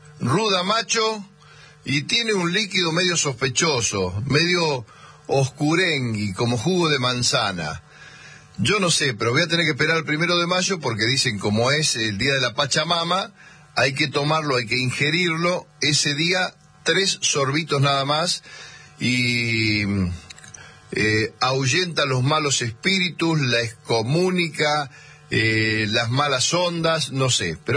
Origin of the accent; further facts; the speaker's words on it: 25 de Mayo, Buenos Aires Province, Argentina; born there; now in Buenos Aires, Argentina; yo no estaba en 25 de mayo.